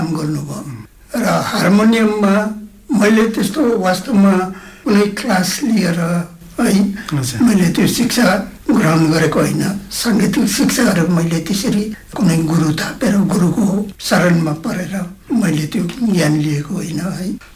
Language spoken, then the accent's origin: Nepali; Darjeeling, West Bengal, India; मेरो जन्म बतासे फुलबारी गाउँ घुम दार्जिलिङमा भएको हो र मेरो यो पुर्ख्यौली घरमा नै म जन्मेको हुना कारणले गर्दामा त्यहाँदेखि बाहिर म कतै मेरो बसोबासो हुन सकेको थिएन।